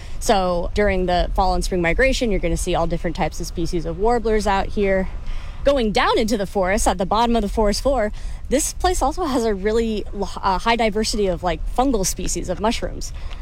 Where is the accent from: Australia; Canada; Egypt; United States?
United States; Kingwood, Texas; I grew up not far from here at all. I grew up in Kingwood